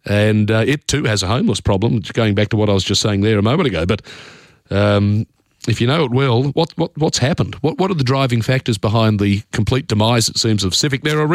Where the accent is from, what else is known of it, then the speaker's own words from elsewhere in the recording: Parramatta, New South Wales, Australia; I grew up around Parramatta. I know the situation there.